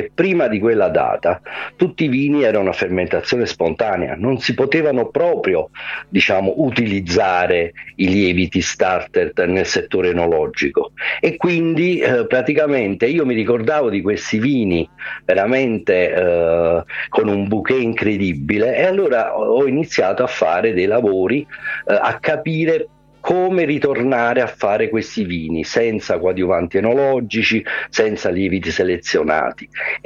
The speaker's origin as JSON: {"language": "Italian", "town": "Naples", "region": "Campania", "country": "Italy", "said": "sono proprio di Napoli."}